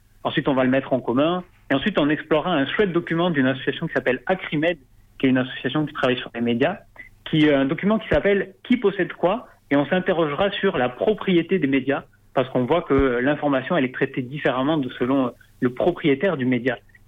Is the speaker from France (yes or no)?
yes; Occitanie, France; Et puis, tout simplement, c'est chez moi. C'est là où je su